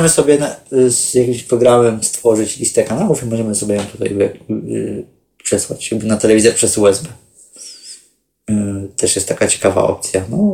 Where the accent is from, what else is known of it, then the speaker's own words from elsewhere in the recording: Lubusz Voivodeship, Poland; U nas w Lubuskim